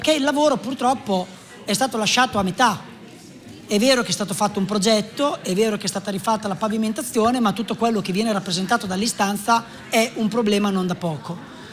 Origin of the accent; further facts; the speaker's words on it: Cailungo, Borgo Maggiore, San Marino; vengo dalla frazione di Cailungo, quindi del Castello di Borgo